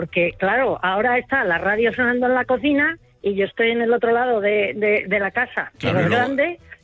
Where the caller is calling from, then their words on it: Burgos, Castile and León, Spain; Soy de Burgos